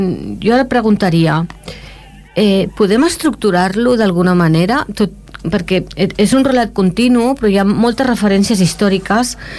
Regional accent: Esplugues de Llobregat, Catalonia, Spain; la gent que vivim a Esplugues fa anys, doncs sempre li hem dit al barri del Sucre. Jo sóc de Can Clota, eh? Sí, i jo visc al carrer del Sucre.

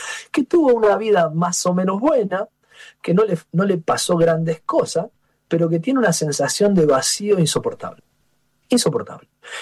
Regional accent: Rosario, Santa Fe, Argentina; en Rosario, en mi ciudad natal

